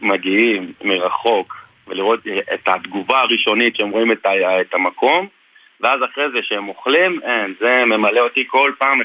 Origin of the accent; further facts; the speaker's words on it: Jezreel Valley, Northern District, Israel; אני בא מעמק ישראל, ממושב. כל החיים שלי גדלתי בסביבה חקלאית. כל החברים שלי גם היום הם רובם חקלאים.